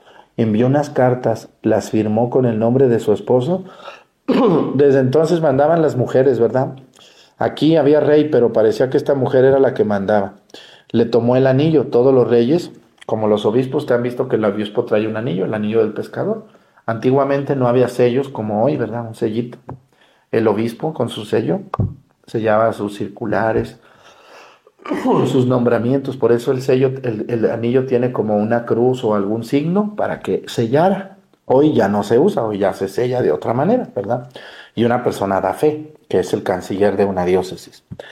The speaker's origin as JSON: {"language": "Spanish", "town": "Mexticacán", "region": "Jalisco", "country": "Mexico", "tie": "born or raised there", "said": "Miren, les voy a poner el ejemplo de mi pueblo. Mi pueblo Mesticacán es un pueblo muy pequeño, casi un rancho."}